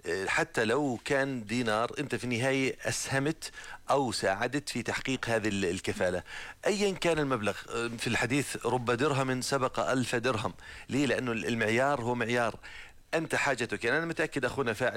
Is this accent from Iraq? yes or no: no; Jordan; نحن في الأردن من فضل الله عز وجل كل المحيط حولنا ملتهب، ومع ذلك من فضل الله عز وجل رغم كل ما نواجه إلا عندنا أمان مجتمعي، عندنا أولادنا في الليل بيطلعوا، بناتنا في النهار، شوارعنا نظيفة